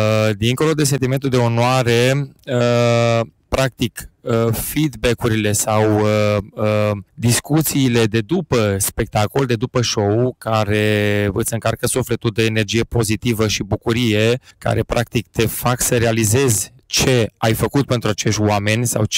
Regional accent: Bihor County, Romania; Am început cu Bihorul, bineînțeles, pentru că de acolo provenim.

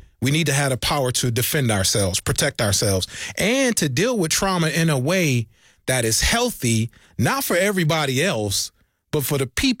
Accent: Buffalo, New York, United States; I'm born and raised in Buffalo, New York, on the east side of Buffalo. I tell the joke all the time, like, I must have moved 8 times and never left the east side of Buffalo.

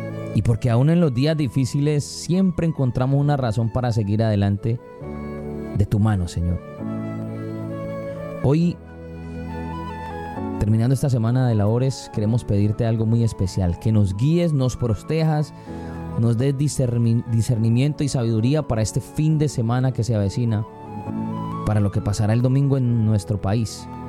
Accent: Colombia

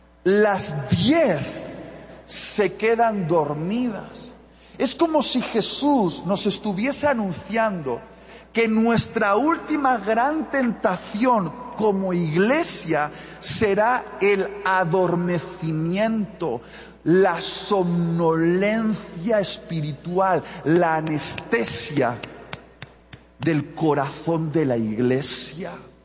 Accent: Spain; Os lo pido como español

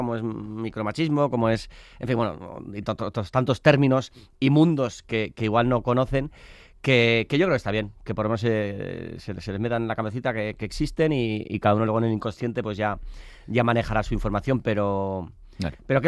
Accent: Basque Country, Spain; Soy vasco, sí, todo el mundo, todos los rodajes, ¡ay, qué frío! Pero si eres vasco, si eres del norte, que soy tan vasco como friolero, que conste en acta.

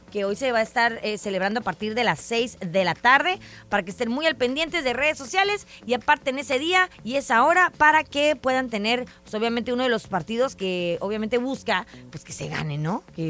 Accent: Mexico; siempre todo el año somos mexicanos, la neta.

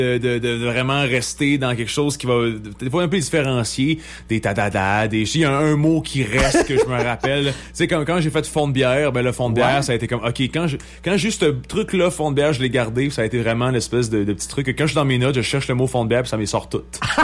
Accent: La Malbaie, Quebec, Canada; Je viens de la Malbaie dans Charlevoix, puis c'est quelque chose que je tiens beaucoup. Mes racines sont très, très, très importantes pour moi.

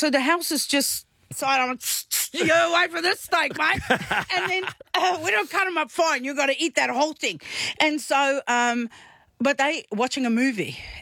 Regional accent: South Africa; I'm South African, I've got a charcoal barbecue outside.

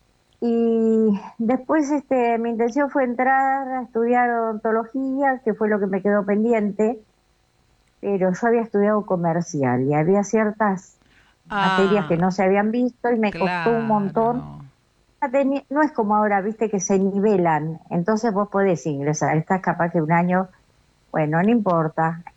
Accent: La Plata, Buenos Aires Province, Argentina; also born or lived in Chivilcoy; Bueno, soy platense, pero viví más de 30 años en el partido de Chivilcoy.

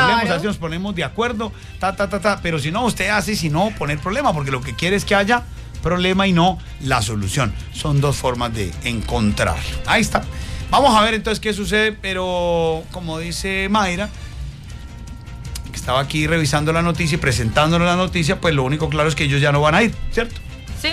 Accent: Santander, Colombia; Esto es una berraquera de noticias, que sentirse de verdad hoy como santandereano, sentirse o no, pero muy feliz.

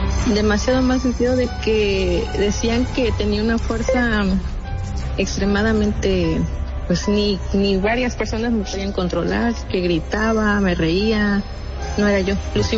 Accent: Papantla, Veracruz, Mexico

